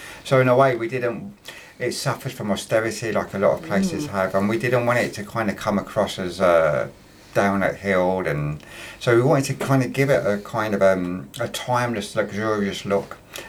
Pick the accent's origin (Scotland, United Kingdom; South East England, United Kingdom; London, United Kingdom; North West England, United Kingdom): London, United Kingdom; because we're not from Luton. Imran and I are both from London.